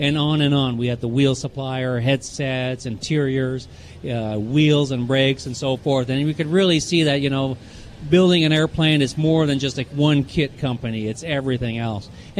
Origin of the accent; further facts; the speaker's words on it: Missouri, United States; You know, we're from Missouri, the show me state.